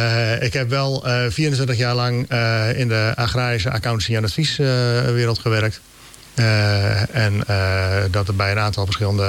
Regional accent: Appingedam, Groningen, Netherlands; also born or lived in Delfzijl; Ik ben geboren in het ziekenhuis in Delfzijl, wat daar toen nog stond. Daarna gelijk naar Appingedam, waar het huis van mijn ouders stond en staat. Die wonen daar nog steeds. Daar opgegroeid. Ook min of meer buitengebied van Appingedam.

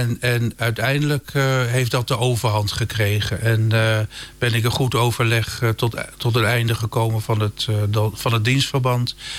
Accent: Rotterdam, South Holland, Netherlands; accent: Rotterdam; now in Groningen, Netherlands; Ik ben echt een Rotterdammer, ja. Ik ben er ook geboren.

